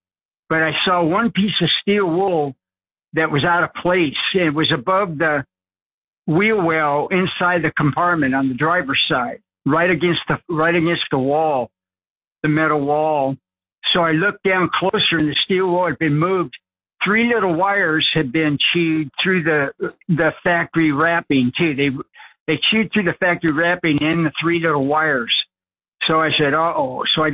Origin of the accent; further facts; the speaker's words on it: California, United States; I'm from California all my life. I never had the problem, but living in the desert, beautiful area. High desert